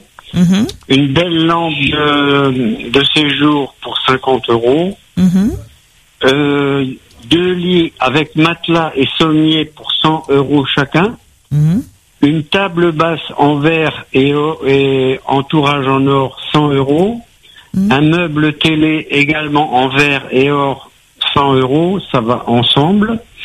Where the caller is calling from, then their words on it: Saint-Gilles-les-Bains, Réunion; Alors, je suis à l'Ermitage, à Saint-Gilles-les-Bains.